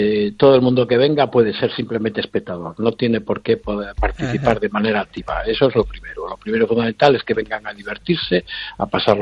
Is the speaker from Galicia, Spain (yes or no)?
yes; Galicia, Spain; historias maravillosas para sentirnos orgullosos de formar parte como gallegos de esa cultura ancestral.